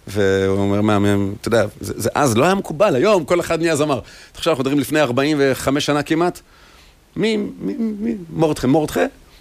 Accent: Safed, Northern District, Israel; כן, כן, כן.

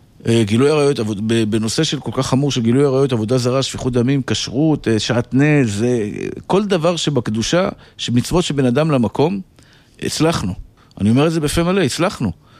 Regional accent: Bnei Brak, Tel Aviv District, Israel; born or raised there

